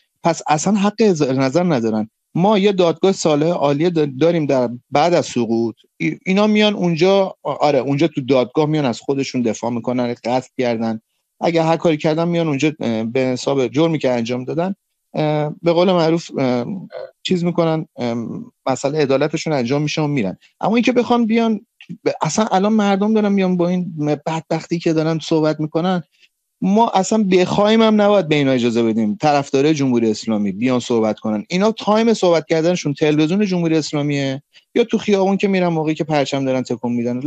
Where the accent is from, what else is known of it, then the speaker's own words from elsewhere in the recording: Karaj, Alborz, Iran; اما من بچه کرجم، بچه محله خودمو میشناسم،